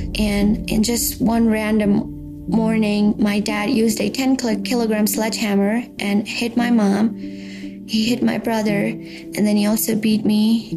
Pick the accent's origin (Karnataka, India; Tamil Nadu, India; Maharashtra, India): Karnataka, India; Bangalore; born there; So I was born in India, in a Hindu family, in a city called Bangalore.